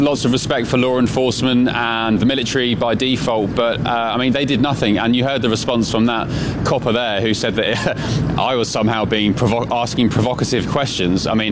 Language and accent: English; London, United Kingdom; Squaring up to me saying he's gonna smash my. I'm a journalist from London.